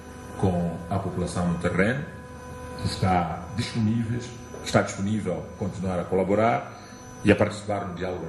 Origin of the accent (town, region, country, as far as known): Mozambique